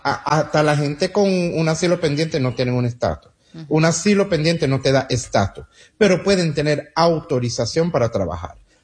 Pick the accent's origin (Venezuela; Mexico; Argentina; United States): United States; born there; Yo soy nacido aquí en los Estados Unidos y no tengo problema en decir